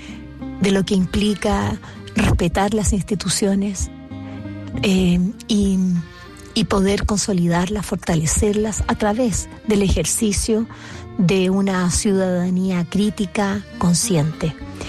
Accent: Chile; nosotros como chilenos

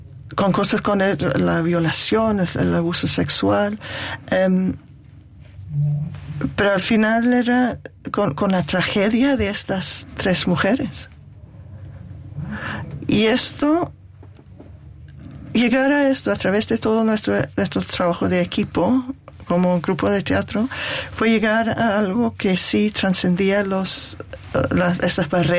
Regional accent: United Kingdom; tiene que ver con los cambios en mi propio país, en el Reino Unido.

